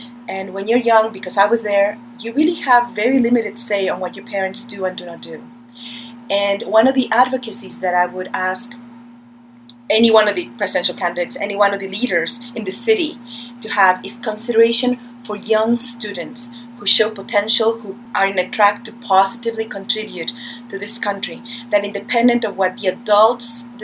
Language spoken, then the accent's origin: English; Pittsburgh, Pennsylvania, United States; my parents decided to move to the United States. So that brought us to Pittsburgh, My siblings and I grew up basically here in Pittsburgh.